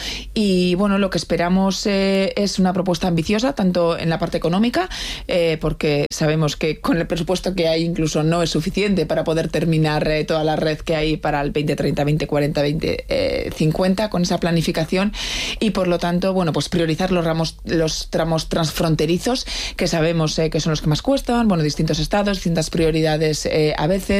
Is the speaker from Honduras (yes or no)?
no; Bilbao, Basque Country, Spain; y yo que soy de Bilbao, pues ayer mismo también en el Arenal, una zona muy muy céntrica